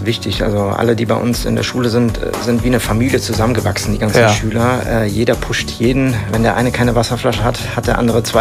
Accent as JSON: {"language": "German", "town": "Aschaffenburg", "region": "Bavaria", "country": "Germany", "said": "weil wir kommen ja aus Aschaffenburg und jeden Tag drei Wochen am Stück runterfahren, da bist du pleite bei den aktuellen Spritpreisen."}